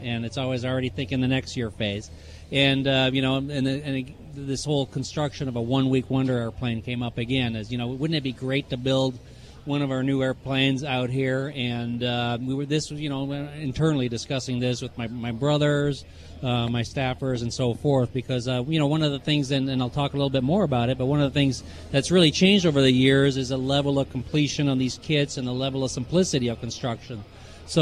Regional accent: Missouri, United States; You know, we're from Missouri, the show me state.

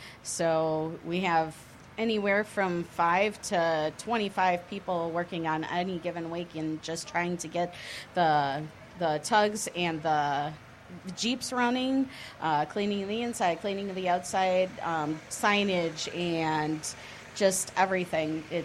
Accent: Oshkosh, Wisconsin, United States; I am from Oshkosh, Wisconsin, born and raised here, about 5 minutes away from the airport my entire life.

